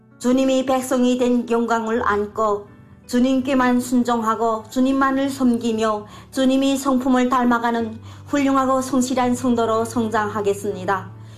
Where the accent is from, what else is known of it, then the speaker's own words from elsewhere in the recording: Ryanggang, North Korea; now in China; 저는 중국에서 살고 있는 양강도에서 온